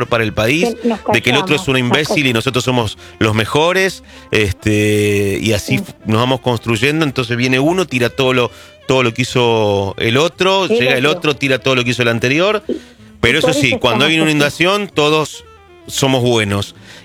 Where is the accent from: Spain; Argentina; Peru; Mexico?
Argentina